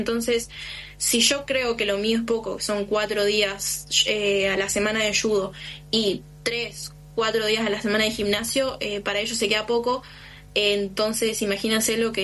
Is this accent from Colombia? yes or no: no; Cipolletti, Río Negro, Argentina; Sí, primero que nada, yo soy de Cipolletti. Vivo en Cipolletti toda mi vida, viví en Cipolletti con mi familia.